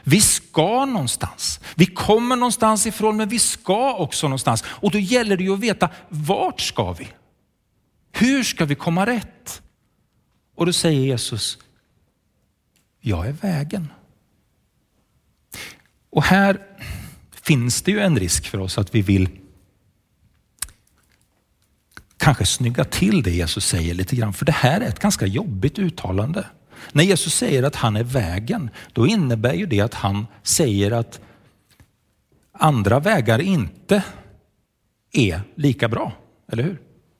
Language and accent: Swedish; Sweden; men jag kommer från Sverige.